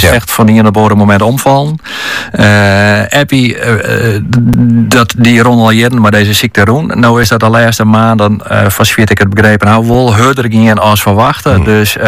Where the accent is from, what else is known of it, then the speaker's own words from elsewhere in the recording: Kollum, Friesland, Netherlands; Ik ben zelf opgegroeid in Kolom, dus ik ken dat gebied.